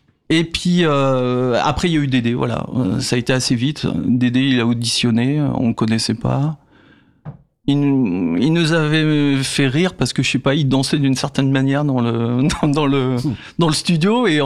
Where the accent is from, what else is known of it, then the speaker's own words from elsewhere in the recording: Vitry, Île-de-France, France; Moi, je viens de Vitry et en fait, j'étais pas mal déjà dans le réseau punk